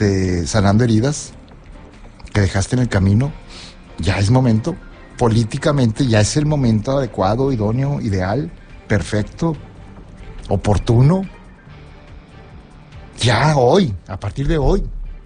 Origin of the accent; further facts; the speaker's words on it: Mexico; Soy mexicano, me puedo desplazar tranquilamente.